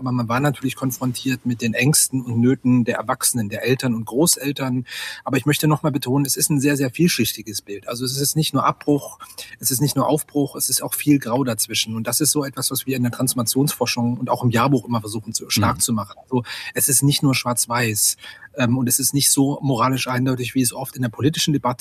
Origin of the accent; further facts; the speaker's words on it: Hettstedt, Saxony-Anhalt, Germany; Deutschlandfahne rausgeschnitten haben für eine kleine Feierlichkeit oder für eine Demonstration in meiner Heimatstadt Hettstedt in Mansfeld-Südharz.